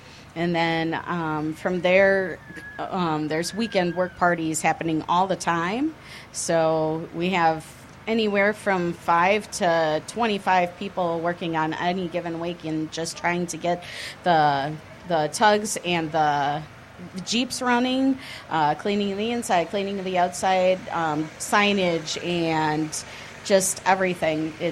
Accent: Oshkosh, Wisconsin, United States; I am from Oshkosh, Wisconsin, born and raised here, about 5 minutes away from the airport my entire life.

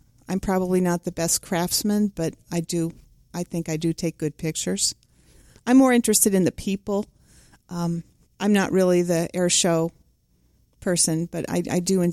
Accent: Connecticut, United States; I come from Connecticut.

